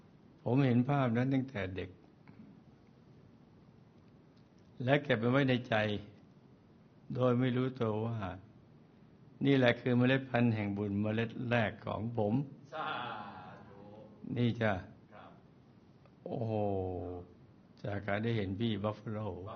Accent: Surin, Thailand; ผมมาจากต่างจังหวัดเป็นลูกชาวนาแท้ๆพ่อแม่พี่น้องอยู่จังหวัดสุรินทร์ถิ่นช้างใหญ่

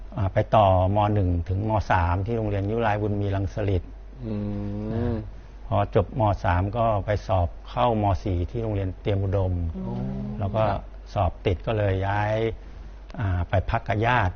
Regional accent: Chachoengsao, Thailand; หลวงพี่เกิดที่จังหวัดฉะเชิงเทรานะก็ครอบครัวก็เป็นครอบครัวพุทธศาสนาแหละ

